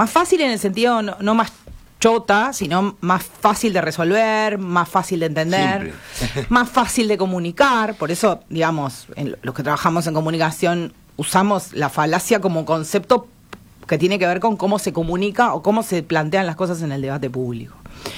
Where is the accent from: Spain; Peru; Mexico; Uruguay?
Uruguay; nosotros nos negamos como uruguayos a ver